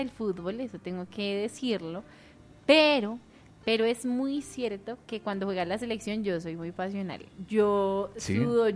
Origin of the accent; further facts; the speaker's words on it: Colombia; Porque en medio de las caídas, pues como buenos colombianos, siempre nos levantamos.